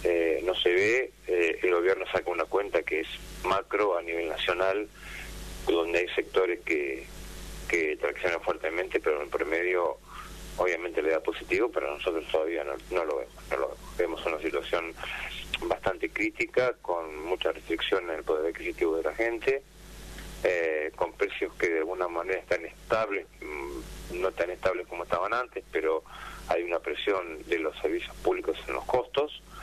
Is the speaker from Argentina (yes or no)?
yes; Moreno, Buenos Aires Province, Argentina